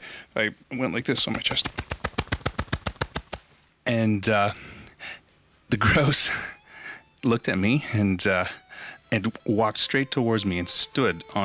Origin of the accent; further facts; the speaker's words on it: Ontario, Canada; also born or lived in Thunder Bay, Ontario; I play the double bass with … we're from Ontario, Canada.